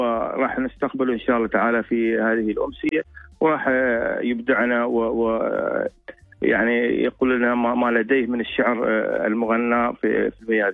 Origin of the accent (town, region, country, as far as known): Oman